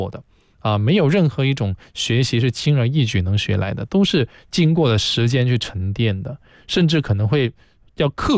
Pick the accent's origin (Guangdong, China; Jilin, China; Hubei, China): Guangdong, China; 我们广东人去到其他的地区去打的士